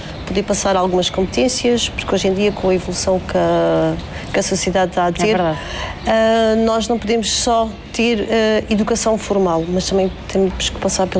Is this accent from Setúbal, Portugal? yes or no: no; São Brás de Alportel, Algarve, Portugal; now in Fuseta, Portugal; tenho 42 anos, sou natural de São Brás do Portel, mas atualmente vivo na Fuseta.